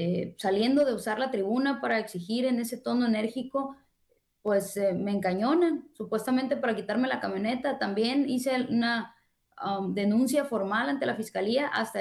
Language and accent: Spanish; Sinaloa, Mexico; Claro que vale la pena luchar por la gente honesta, capaz, valiente, que somos la gran mayoría aquí en Sinaloa.